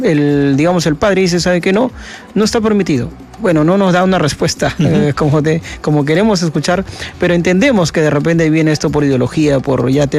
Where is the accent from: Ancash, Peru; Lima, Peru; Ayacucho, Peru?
Ayacucho, Peru; Puquio; la parte costumbre de mi pueblo de Puquio por parte de mis padres